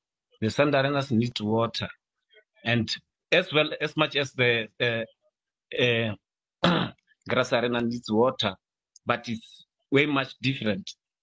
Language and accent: English; Limpopo, South Africa; moved away as an adult; now in Gauteng, South Africa; I was born and raised in Limpopo, in a village called Amalvo.